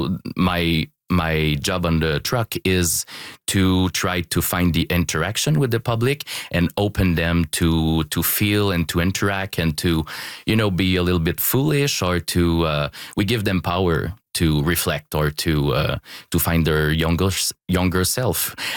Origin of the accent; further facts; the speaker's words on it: Quebec City, Quebec, Canada; English is a second language; also born or lived in Montreal; So I'm from Quebec, Limoilou